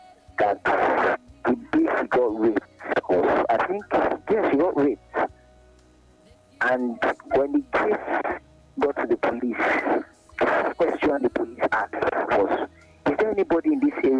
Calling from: Lagos, Nigeria; I'm calling from the Lekki.

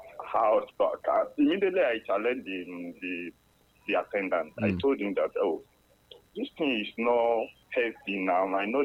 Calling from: Bariga, Lagos, Nigeria; I'm coming from Bariga.

